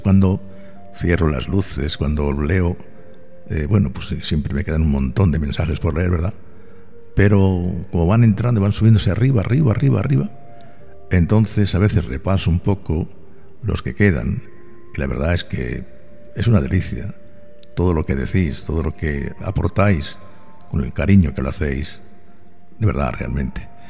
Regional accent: Region of Murcia, Spain; primero me tocas la fibra porque yo soy murciano. Segundo, porque de ahí nacieron todas mis raíces.

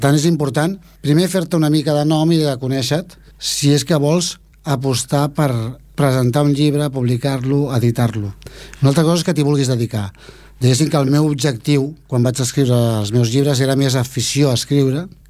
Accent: Esplugues de Llobregat, Catalonia, Spain; born there; els meus pares havien viscut tota la vida a Collblanc fins que van vindre Esplugues on va néixer jo.

